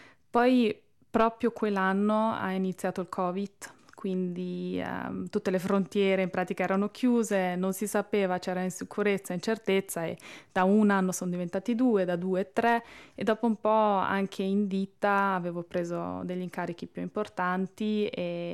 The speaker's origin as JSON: {"language": "Italian", "town": "Brunico", "region": "Trentino-Alto Adige", "country": "Italy", "said": "ho 25 anni, vengo da Brunico"}